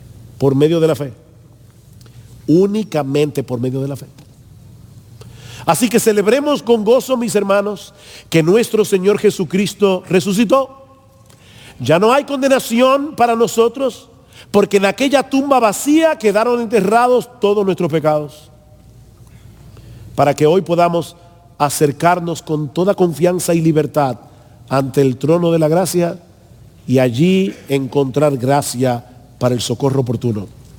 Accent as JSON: {"language": "Spanish", "country": "Dominican Republic", "said": "soy dominicano"}